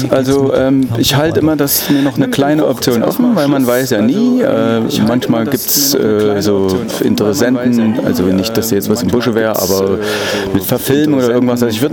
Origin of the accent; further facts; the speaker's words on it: Dresden, Saxony, Germany; Ich bin Dresdner, ja.